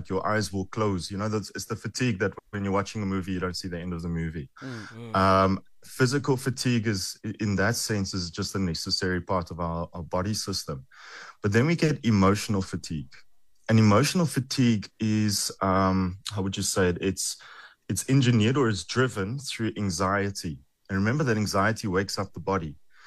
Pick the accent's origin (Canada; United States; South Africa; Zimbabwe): South Africa; I have the huge privilege of being a South African psychologist